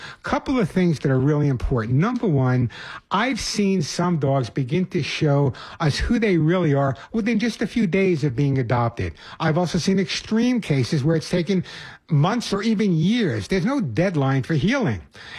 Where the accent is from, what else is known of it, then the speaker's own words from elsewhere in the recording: New York City, New York, United States; When I was growing up in the Bronx